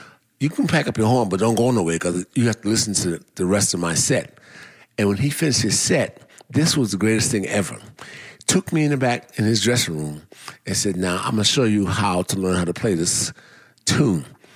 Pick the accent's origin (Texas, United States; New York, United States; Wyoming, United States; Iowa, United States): New York, United States; New York City; Look, I grew up in Brooklyn.